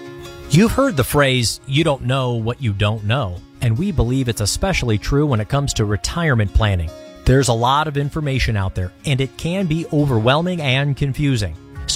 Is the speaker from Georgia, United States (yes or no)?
no; Chicago, Illinois, United States; I was born and raised in Chicago, so I've been a Blackhawks fan.